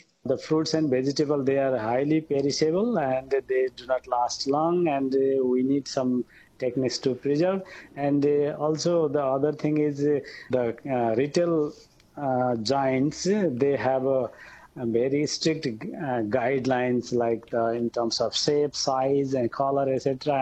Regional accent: Nepal; moved away as an adult; now in Australia; Yeah, I am born in Nepal and studied food science there. Basically, I am from the farmer background, peasant background.

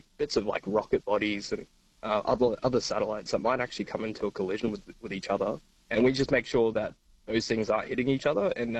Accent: Darwin, Northern Territory, Australia; moved away; we're originally from Darwin, Northern Territory, and yeah, we moved down to SA.

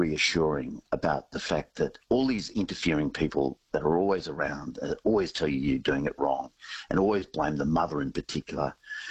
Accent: Papua New Guinea; And I grew up in Papua New Guinea

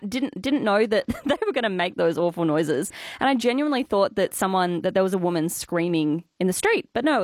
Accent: Perth, Western Australia, Australia; now in Darwin, Australia; Yeah, no, there's birds that I'm from Perth, and we don't get plovers.

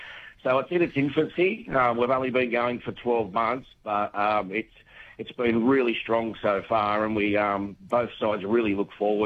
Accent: Maitland, New South Wales, Australia; Yeah, well, I'm from Maitland originally, so I'm quite close there. My parents still live on Hunter Street

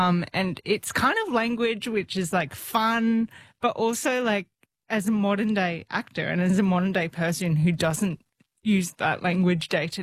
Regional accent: Brisbane, Queensland, Australia; I grew up in Brisbane. I'm one of four kids. I'm also a triplet.

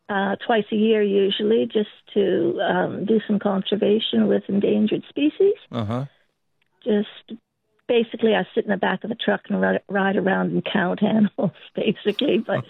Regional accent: Victoria, Australia; I'm from South Gippsland.

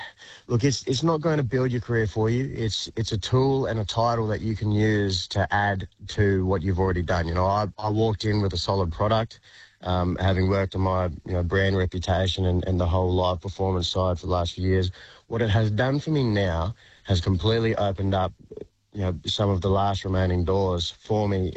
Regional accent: Australia; I've always heard stories growing up as an Australian kid

